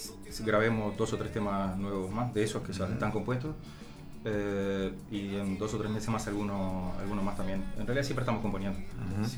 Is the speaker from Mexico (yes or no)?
no; Artigas, Uruguay; born there; now in San Jacinto, Uruguay; Nacido en Artigas.